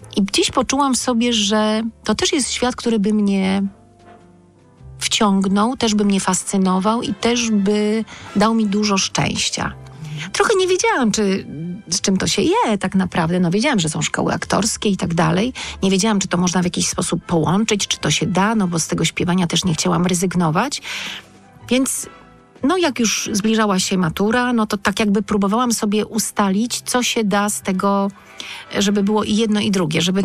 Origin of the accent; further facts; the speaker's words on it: Wrocław, Lower Silesian Voivodeship, Poland; Ja się wychowywałam i urodziłam się we Wrocławiu